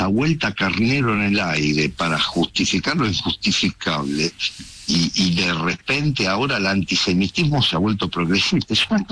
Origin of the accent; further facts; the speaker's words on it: Italy; Trump obviamente tiene formas que a nosotros, los latinos, nos resultan, y yo como italiano me siento latino también, nos resultan absolutamente chocantes